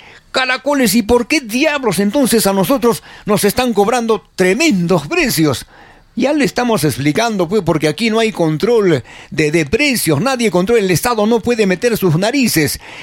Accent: Peru; nuestro gas, el gas de todos los peruanos

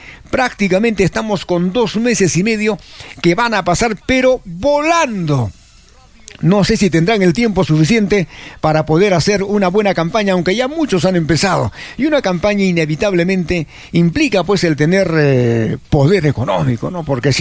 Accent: Arequipa, Peru

